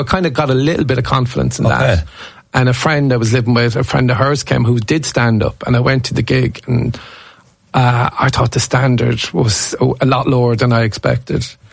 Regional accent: Corbally, Munster, Ireland; I'm from Corbally. They brought the All-Ireland to the primary school when I was a kid.

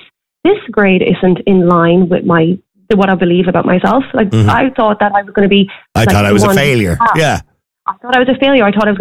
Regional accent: Midlands, Ireland; I'm from the Midlands

